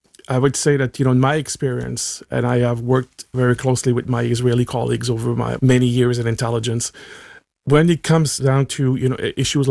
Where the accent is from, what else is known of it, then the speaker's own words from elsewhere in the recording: Canada; Well, as a Canadian, I take offense